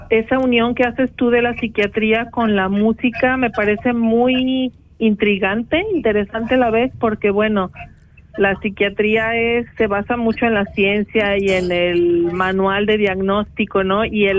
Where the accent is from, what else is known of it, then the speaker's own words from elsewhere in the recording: Guadalajara, Jalisco, Mexico; Yo soy de Guadalajara